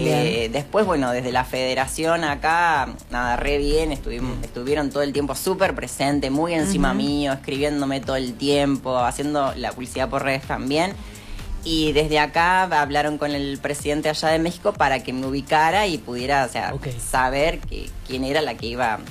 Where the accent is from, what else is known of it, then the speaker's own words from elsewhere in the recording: Argentina; porque fui la única argentina que fue.